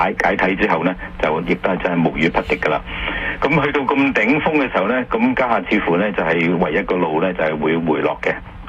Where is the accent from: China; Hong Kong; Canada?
Canada; 我哋加拿大人